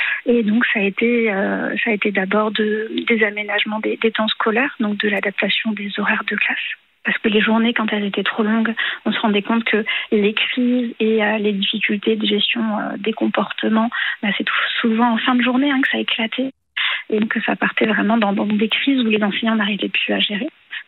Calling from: Grand Est, France; Alors moi, je suis de Moselle, donc dans le Grand Est.

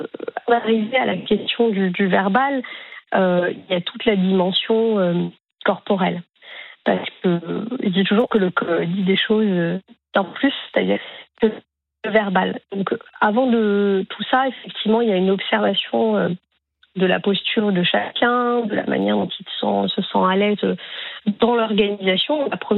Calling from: Herblay, Île-de-France, France; Alors, je vous appelle de chez moi, oui. Du coup, c'est à Herblay dans le 95.

